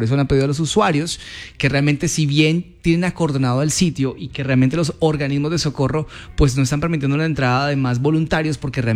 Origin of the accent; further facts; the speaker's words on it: Cali, Valle del Cauca, Colombia; poder uno, como caleño, ayudar